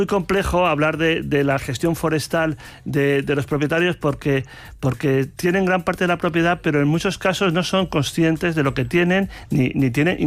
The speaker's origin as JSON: {"language": "Spanish", "region": "Galicia", "country": "Spain", "said": "he sido heredero de la herencia de mis abuelos, porque soy de Galicia"}